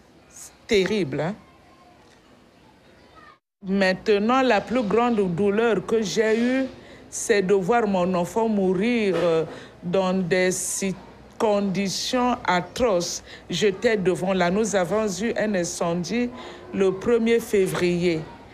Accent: Republic of the Congo; Je suis religieuse, je suis congolaise, j'habite au Congo-Brazzaville, à Brazzaville, en Pila.

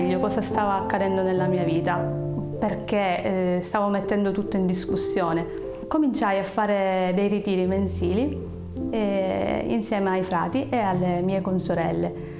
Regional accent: Canicattì, Sicily, Italy; moved away; a Canicattì, nel mio paese di origine.

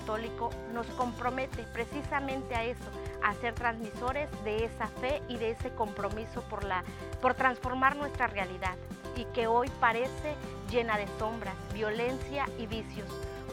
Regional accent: Huautla, Hidalgo, Mexico; soy de Huautla, Hidalgo.

